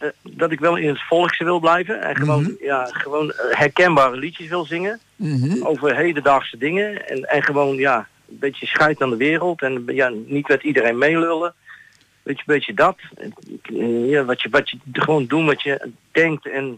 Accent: Maarssen, Utrecht, Netherlands; Nou ja, ik ben 57 lentes jong. Ik kom uit Maarsen, dat is onder de rook van Utrecht.

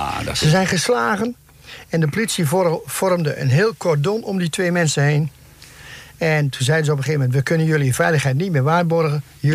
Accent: Netherlands; Ik denk, ik ben ook een Nederlander. Ik ben best wel nieuwsgierig.

